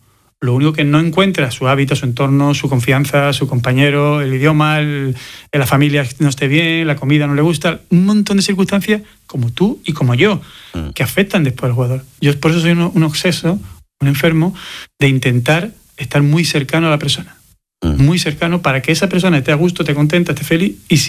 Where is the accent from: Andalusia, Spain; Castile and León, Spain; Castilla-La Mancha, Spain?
Andalusia, Spain; San Fernando; muy feliz con el Club Deportivo San Fernando, con el equipo de mi pueblo donde soy presidente, y la verdad que ahora estoy centrado muy en eso, entre Barcelona y la Isla de León.